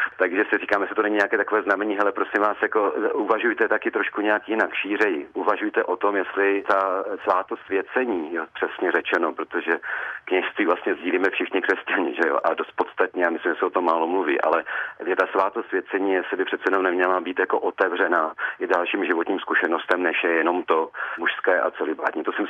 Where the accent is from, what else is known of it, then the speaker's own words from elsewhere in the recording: Brno, South Moravian Region, Czechia; A já samozřejmě, protože jsem rodilý Brňák, tak jako … je má jako jasné brněnské kořeny, tak já jsem se s tím setkával už od svého mládí.